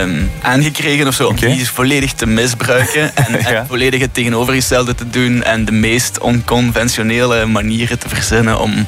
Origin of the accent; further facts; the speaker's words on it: Limburg, Belgium; Dat is een thuismatch. Ik ben van Limburg. Ik ben daar opgegroeid.